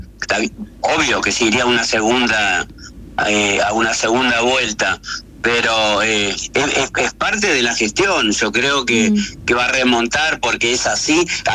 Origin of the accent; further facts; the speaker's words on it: La Paz, Entre Ríos, Argentina; bajemos a La Paz, de donde soy yo